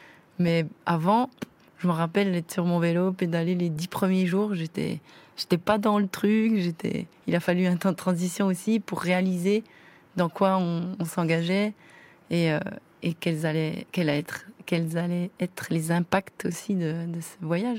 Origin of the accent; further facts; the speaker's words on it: France; on a de vivre chez nous en France.